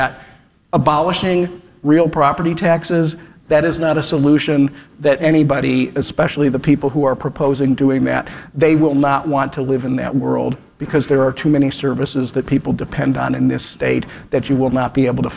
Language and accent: English; Cleveland Heights, Ohio, United States; Like I said, I grew up in Cleveland Heights.